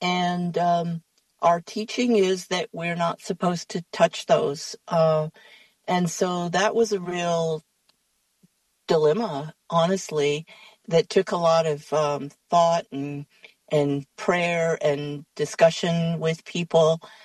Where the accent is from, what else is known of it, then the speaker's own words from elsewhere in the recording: Crown Point, New Mexico, United States; now in Prosser, United States; I am originally from Crown Point, New Mexico, and currently live in Prosser.